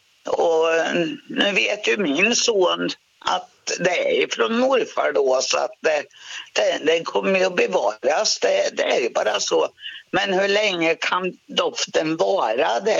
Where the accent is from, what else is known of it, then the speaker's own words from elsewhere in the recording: Östergötland, Sweden; Anna, jag är ju östgöte från början, men jag har flyttat upp hit sedan 2011.